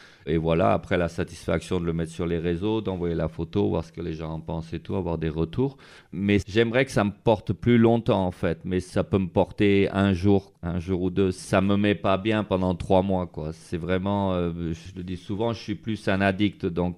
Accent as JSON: {"language": "French", "town": "Bayonne", "region": "Nouvelle-Aquitaine", "country": "France", "tie": "born there", "said": "Je suis né ici, quoi. Je suis né à Bayonne, mais je suis d'origine sicilienne. Bon, je parle pas italien ou quoi que ce soit, mais je suis connecté ici, quoi. Je connais pas mal de basque et tout ça"}